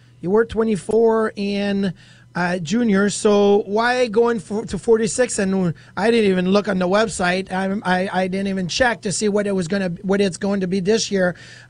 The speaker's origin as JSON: {"language": "English", "town": "Quebec City", "region": "Quebec", "country": "Canada", "tie": "born or raised there", "said": "in my hometown of Quebec City?"}